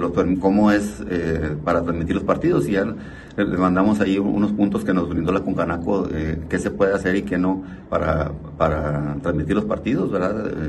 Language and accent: Spanish; Mexico; Así somos los mexicanos, ¿verdad?